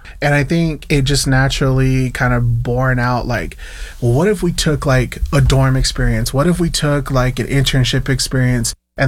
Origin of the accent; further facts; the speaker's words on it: Yuma, Arizona, United States; I come from the Fort Yuma Quetzal tribe in Yuma, Arizona.